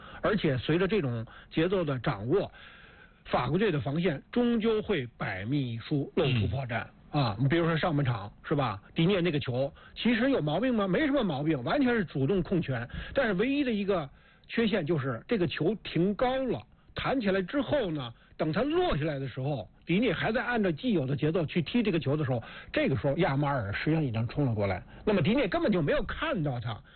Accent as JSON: {"language": "Chinese", "country": "China"}